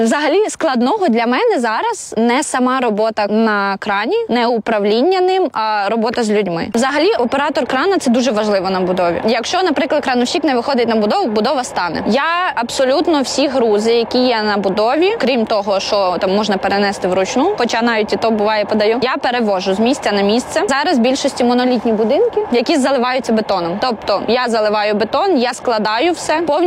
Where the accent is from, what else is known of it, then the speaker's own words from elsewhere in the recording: Rivne Oblast, Ukraine; now in Lviv, Ukraine; Я з Рівненської області, і в нас там не сильно багато кранів. Точніше, 2 на все Рівне раніше було. Я коли переїхала в Львів